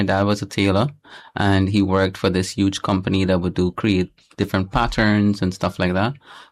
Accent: Trinidad & Tobago; born there; moved away; also born or lived in Guyana; Growing up in Trinidad was pretty good.

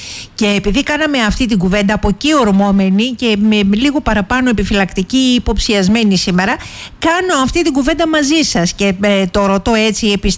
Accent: Pano Viannos, Crete, Greece; moved away

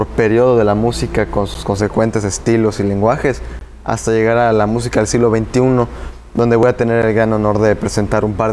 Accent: Mexico; nosotros como mexicanos nos es muy allegado ese lenguaje, ¿no?

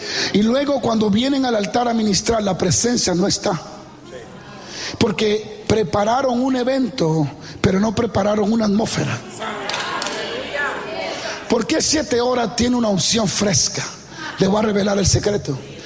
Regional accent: Dominican Republic

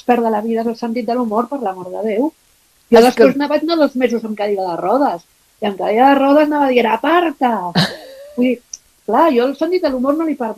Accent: Barcelona, Catalonia, Spain

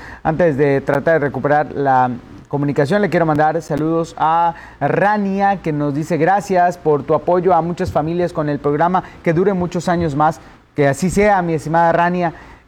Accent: Guanajuato, Mexico; born there; pero yo nací en Guanajuato y en 5 días no me la van a dar, no puedo ir y volver.

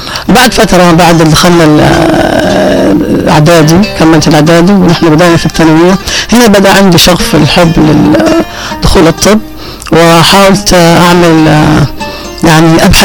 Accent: Mukalla, Hadhramaut, Yemen; وتربيت في حافة بالمكلة، بمدينة المكلة، كلها تعاون، كلها حب، كلها ود

